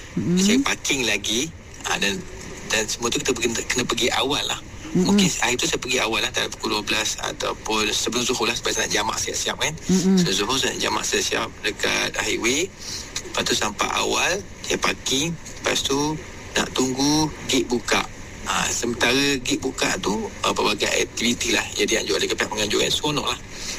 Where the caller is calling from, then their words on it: Temerloh, Pahang, Malaysia; daripada Temeluk.